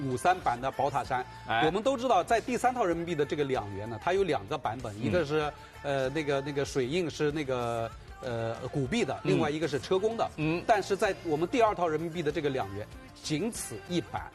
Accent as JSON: {"language": "Chinese", "country": "China"}